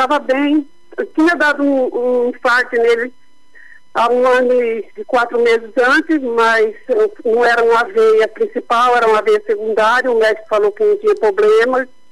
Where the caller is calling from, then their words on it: Álvares Machado, São Paulo, Brazil; De Álvares Machado.